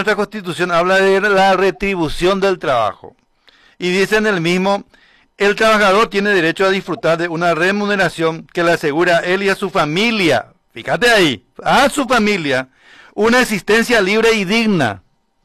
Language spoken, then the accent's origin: Spanish; Paraguay; como todo paraguayo que tiene la cultura de la sospecha